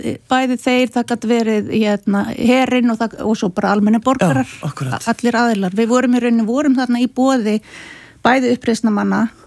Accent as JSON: {"language": "Icelandic", "town": "Akureyri", "region": "Northeastern Region", "country": "Iceland", "tie": "born or raised there", "said": "Og við erum alveg upp á Akureyri, við erum einn eldri bróður líka"}